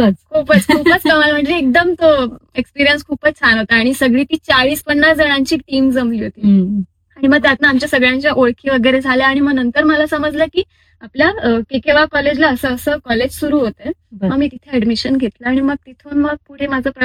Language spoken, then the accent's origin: Marathi; Nashik, Maharashtra, India; also born or lived in Lasalgaon; So माझा जन्म नाशिकचाच, म्हणजे लासलगावचा जन्म आहे, पण मी लहानपणापासून नाशिकमध्येच आहे. आणि माझं शिक्षण हे मराठा हायस्कूलमध्ये झालं.